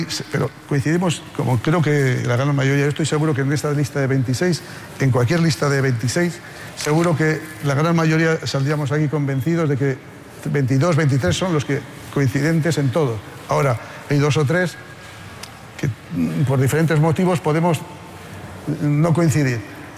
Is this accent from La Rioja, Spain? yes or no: yes; Haro, La Rioja, Spain; Yo en mi pueblo, en Haro, en La Rioja, era del Athletic Club de Bilbao, como aficionado.